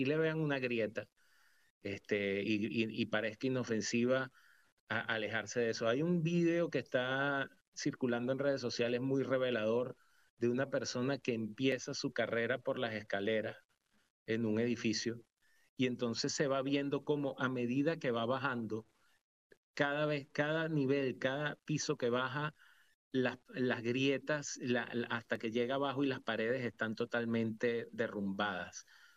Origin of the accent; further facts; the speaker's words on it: Caracas, Capital District, Venezuela; moved away; yo como hijo de gallego, soy de ahí, de La Candelaria